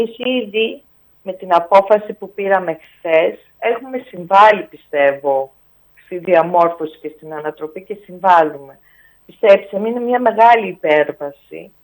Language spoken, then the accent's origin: Greek; Serres, Central Macedonia, Greece; Γεια σας στην πατρίδα μου.